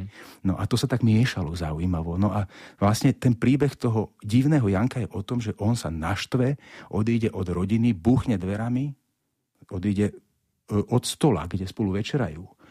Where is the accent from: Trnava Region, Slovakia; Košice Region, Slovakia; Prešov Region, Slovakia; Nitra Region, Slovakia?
Nitra Region, Slovakia; ja som z vidieka a narodil som sa pod pohorím Tribeč medzi Nitrou a Topolčanmi